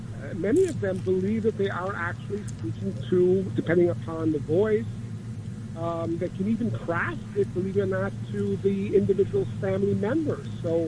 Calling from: New York, United States; from Manhattan.

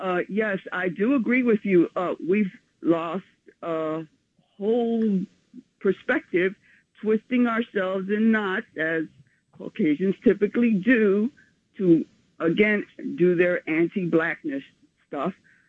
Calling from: New York, United States; from Central Harlem.

